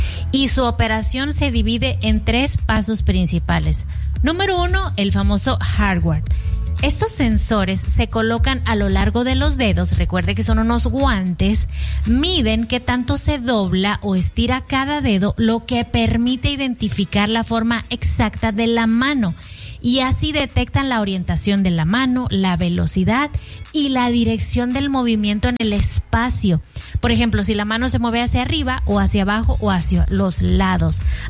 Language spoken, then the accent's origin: Spanish; Mexico; estoy sumamente contenta como mexicana